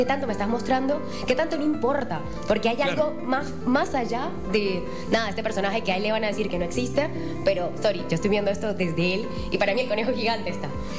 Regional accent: Barranquilla, Atlántico, Colombia; Yo crecí en Barranquilla. O sea, son ciudades diferentes en Colombia. Bogotá es la capital, Barranquilla está en la costa.

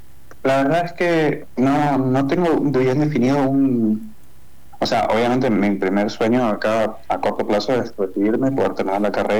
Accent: Argentina; moved away as an adult; now in Ciudad Juárez, Mexico; es la casa que estoy viviendo, es una casa compartida entre estudiantes de intercambio. Somos seis estudiantes de intercambio que venimos de distintos países. Somos tres de Argentina, dos de Colombia y uno de Brasil.

